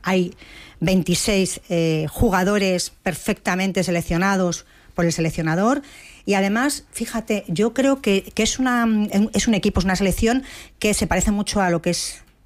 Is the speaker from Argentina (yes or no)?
no; Spain